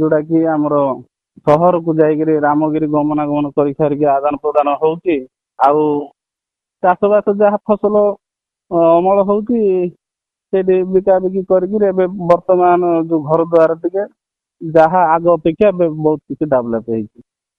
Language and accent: Odia; Jirang, Odisha, India; ଆମ ଗାଁଟା 13 କିଲୋମିଟର ଜିରାଙ୍ଗ ଯୋଉ ଫାଷ୍ଟ ପଡ଼ିବ ଆମର ମାଙ୍କଡ଼ିଆଁ ୱାଟରଫଲ ଗୋଟେ ଅଛି